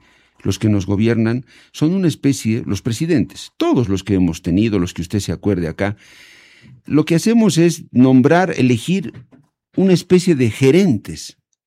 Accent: Bolivia

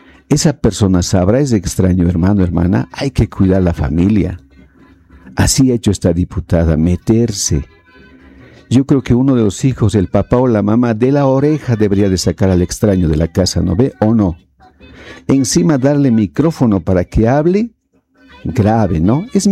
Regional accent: Bolivia; nosotros nos conocemos como bolivianos y podemos arreglar, mal o bien

